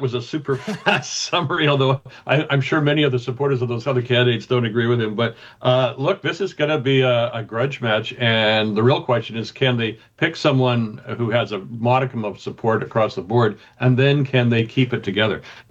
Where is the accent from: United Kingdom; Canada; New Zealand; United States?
Canada; British Columbia; I think as British Columbians, we all have to say, give us our fair share to help our industry